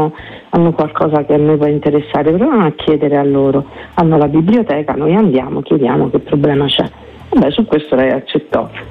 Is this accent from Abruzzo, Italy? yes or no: yes; Abruzzo, Italy; E io sono abruzzese, sono massicana, quindi abbastanza determinata.